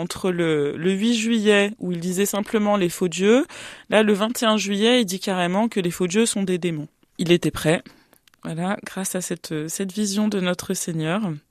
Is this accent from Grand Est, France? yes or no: no; Auvergne-Rhône-Alpes, France; en tout cas par chez moi, en Savoie et en Suisse